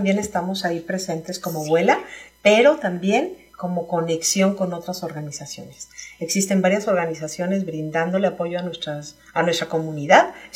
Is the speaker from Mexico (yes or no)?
yes; Mexico; como mexicanos que somos